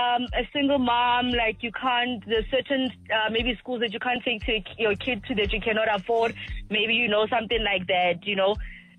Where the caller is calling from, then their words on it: South Africa; I'm from Davao.